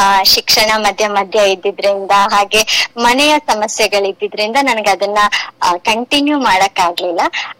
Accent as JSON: {"language": "Kannada", "town": "Koppa", "region": "Karnataka", "country": "India", "tie": "born or raised there", "said": "ನಾನು ಹುಟ್ಟಿದ್ದು ಬೆಳೆದಿದ್ದು ಎಲ್ಲ ಕೊಪ್ಪದಲ್ಲಿನೇ."}